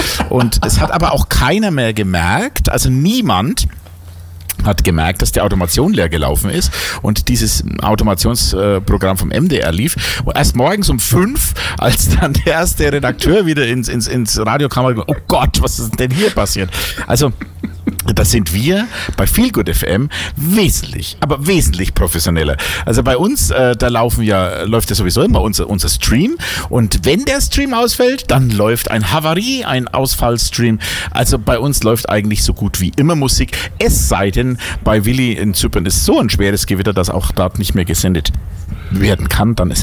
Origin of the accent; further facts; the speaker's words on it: Bavaria, Germany; ich komme ja aus Bayern